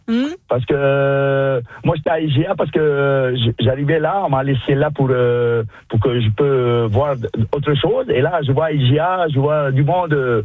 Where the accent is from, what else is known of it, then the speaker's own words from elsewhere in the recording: French Polynesia; Et là, je vois, ça existe les fêtes des Premières Nations autochtones, comme chez nous en Polynésie, toutes les années.